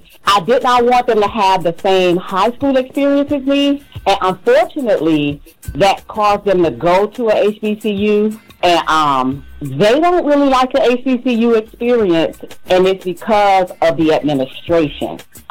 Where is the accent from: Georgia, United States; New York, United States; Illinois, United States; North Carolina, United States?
Georgia, United States; Atlanta; now in Yorktown, United States; I grew up in Atlanta, and I went to the public schools in Atlanta.